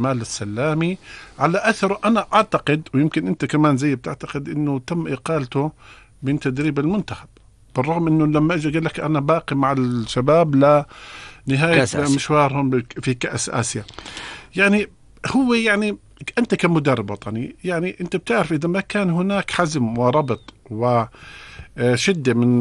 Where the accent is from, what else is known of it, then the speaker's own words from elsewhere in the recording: Jordan; لأنه عاش بين كأردنيين